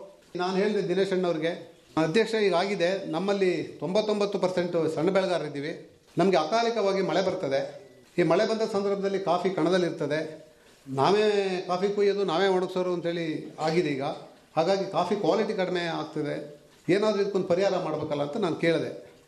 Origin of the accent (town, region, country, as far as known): Hettur, Karnataka, India